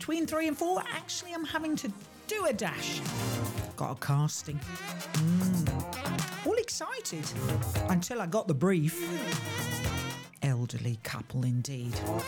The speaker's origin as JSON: {"language": "English", "country": "United Kingdom", "tie": "born or raised there", "moved": "yes", "lives_now": "Spain", "said": "Over to Blighty, where I'm headed this evening. And let's have a little look. My hometown, sunny."}